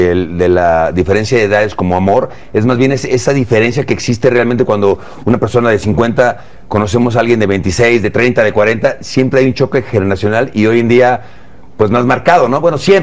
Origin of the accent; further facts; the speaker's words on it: Querétaro, Mexico; now in Mexico City, Mexico; No, yo no vivo acá, pero yo soy de aquí.